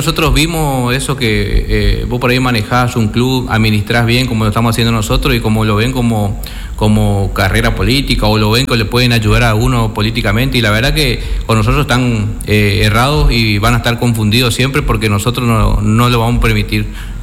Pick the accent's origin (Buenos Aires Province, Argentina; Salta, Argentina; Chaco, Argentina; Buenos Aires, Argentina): Chaco, Argentina; Colonia Baranda; La verdad que yo en mi pueblo voy, camino tranquilo. Es más, tengo mi madre, mi padre, mis hermanos, todo allá.